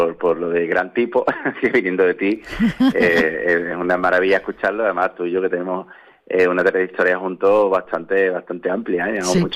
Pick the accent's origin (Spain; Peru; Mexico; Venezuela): Spain; Algeciras, Andalusia; el pregón de la Semana Santa de mi pueblo, que sabes que para mí Algeciras es algo que llevo dentro, soy un algecireño absolutamente enamorado de su tierra